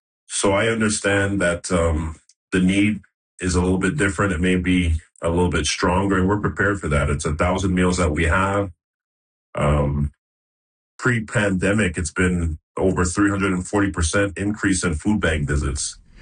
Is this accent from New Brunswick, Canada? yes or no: no; Toronto, Ontario, Canada; for somebody that's born and raised in Toronto